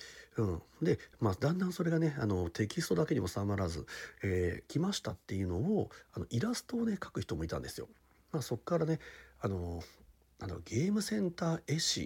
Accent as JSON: {"language": "Japanese", "region": "Aichi", "country": "Japan", "said": "僕たちはもう片田舎の愛知県の本当片田舎に住んでいて、"}